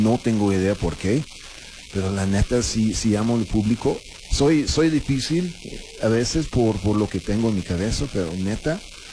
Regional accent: Mexico City, Mexico; Soy chilango con acento, pues yo qué hago, ¿no?

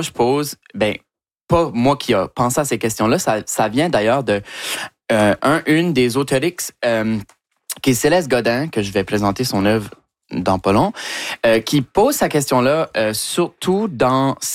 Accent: Shediac, New Brunswick, Canada; moi, mon Acadie, j'ai grandi à Shediac, fait que mon Acadie, elle se trouve vraiment au sud-est.

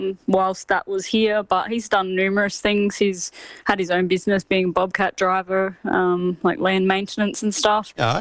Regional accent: Kingscote, South Australia, Australia; Yeah, it was a good life. I mean, we're on the farm, so we just grew up feeding chickens, the pigs, just doing farm stuff, riding our bike in acres and acres of fields.

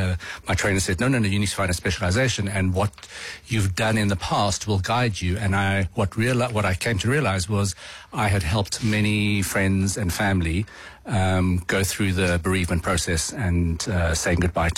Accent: Pretoria, Gauteng, South Africa; I landed up in Pretoria, growing up in Pretoria, Asian, with a different sexual orientation and with a very funny dress sense.

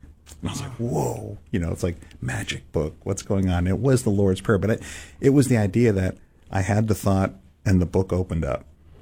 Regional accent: San Francisco, California, United States; I'm growing up in San Francisco, so it's not like you're not in the middle of church culture.

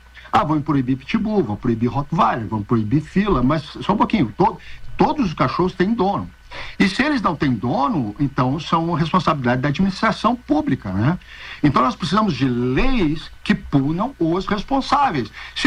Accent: Porto Alegre, Rio Grande do Sul, Brazil; Eu sou de Porto Alegre

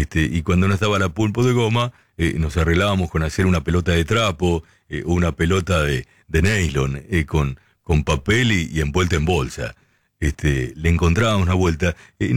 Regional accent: Suipacha, Buenos Aires Province, Argentina; Buenos días, Oscar. … de Suipacha, camionero. Camionero, lechero.

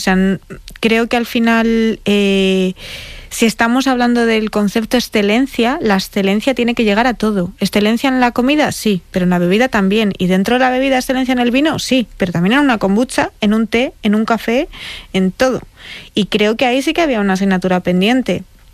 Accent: Laguna de Duero, Castile and León, Spain; yo soy de Laguna de Duero, un pueblo muy pequeñito dentro de Valladolid, pequeñito, tiene 20.000 habitantes, pero bueno, un pueblo, Castilla Profunda

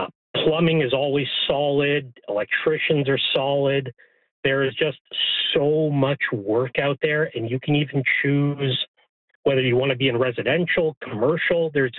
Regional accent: Toronto, Ontario, Canada; I grew up in Toronto

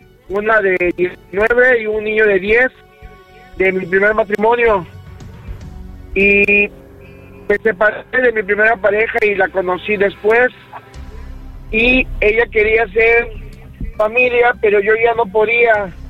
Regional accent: Mérida, Yucatán, Mexico; Bueno, yo soy de Mérida, Yucatán. Aquí la conocí.

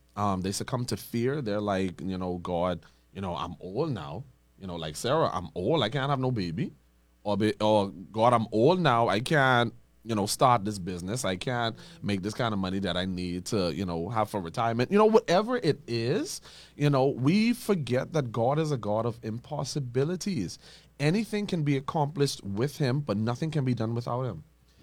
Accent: Nassau, New Providence, Bahamas; moved away as an adult; Born and raised in Nassau, Bahamas. Came back home from school to get reacquainted with my island roots.

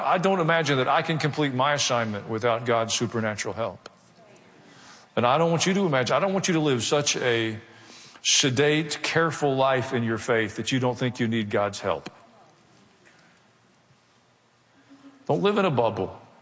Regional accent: the South, United States; but I was raised in the South

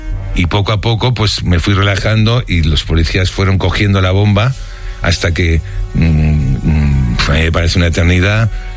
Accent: Barcelona, Catalonia, Spain; born there; Pero si yo he nacido en Barcelona, porque soy murciano.

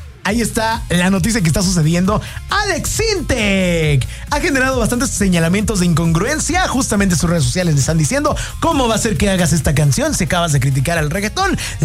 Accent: Mexico

